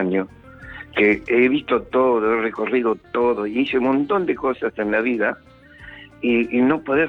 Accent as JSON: {"language": "Spanish", "town": "Burzaco", "region": "Buenos Aires Province", "country": "Argentina", "tie": "born there", "moved": "yes", "said": "yo soy nacido en Bursaco."}